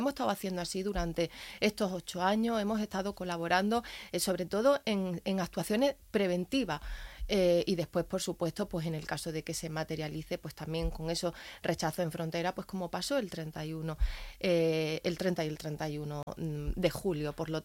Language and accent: Spanish; Melilla, Spain; como melillense y como española, pues no me gusta escuchar ese tipo de declaraciones